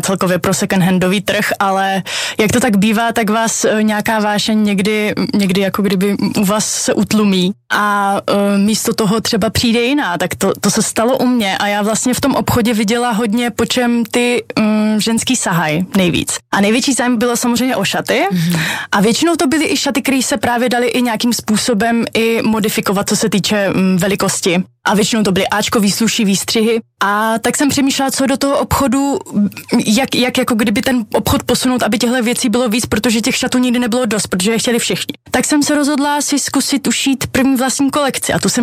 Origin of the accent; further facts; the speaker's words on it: Brno, South Moravian Region, Czechia; jsem taková ženská z Brna.